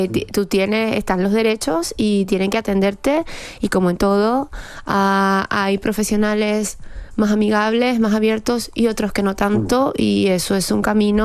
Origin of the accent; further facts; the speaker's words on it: Venezuela; now in Spain; yo como inmigrante venezolana, que ahora estoy nacionalizada aquí en España